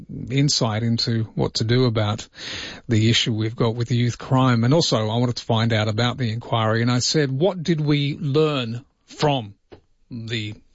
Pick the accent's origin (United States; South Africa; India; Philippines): South Africa; now in Australia; When I was a kid, I grew up in South Africa. I used to be able to speak fluent Afrikaans.